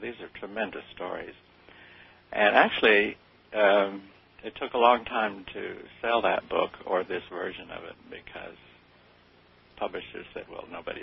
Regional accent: Telluride, Colorado, United States; born there; I was born in Telluride, Colorado

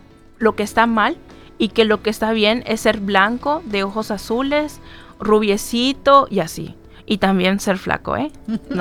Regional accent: Yucatán, Mexico; yo soy yucateca, más yucateca que la longaniza

